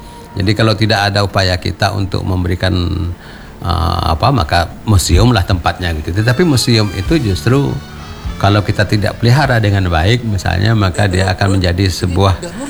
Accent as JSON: {"language": "Indonesian", "region": "Riau", "country": "Indonesia", "said": "bukan karena saya orang Riau ya"}